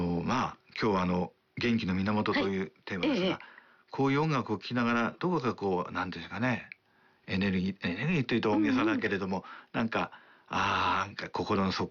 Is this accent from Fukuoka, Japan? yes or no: no; Toyama, Japan; 私にまあふるさとは富山ですけれど、はい、あのまあ米どころなもんですから、